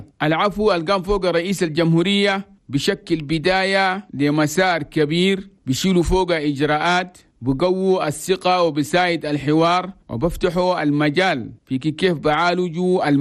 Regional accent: Chad; في بلدنا تشاد.

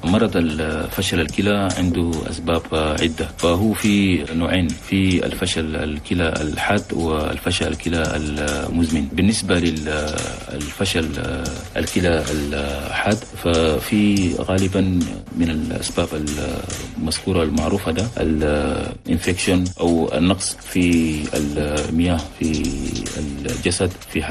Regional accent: Chad; وفي سبب كذلك يعني كثير قاعد هسه عندنا في تشاد

